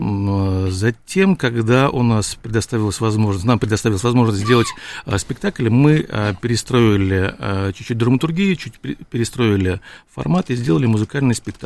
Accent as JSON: {"language": "Russian", "region": "Saint Petersburg", "country": "Russia", "said": "я сам ленинградец, петербуржец."}